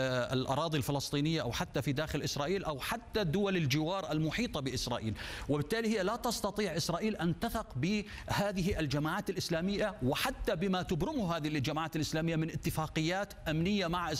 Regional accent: Syria

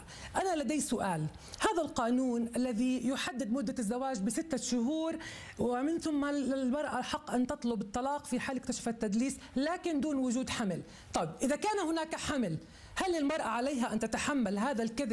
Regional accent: Jordan; وأنا امرأة أردنية متزوجة ولدي

